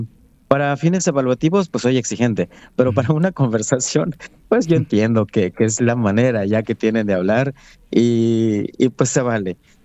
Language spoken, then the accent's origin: Spanish; Mexico; first language Nahuatl; Spanish is a second language; Lo aprendí desde pequeño, hasta los 12 años únicamente hablé náhuatl. Es mi lengua materna, el español. Lo aprendí después en la secundaria y ya muy bien en la preparatoria.